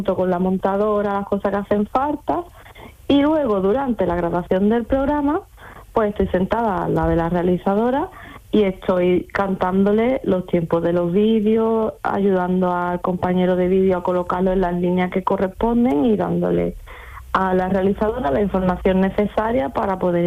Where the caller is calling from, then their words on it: Málaga, Andalusia, Spain; yo estoy en Málaga.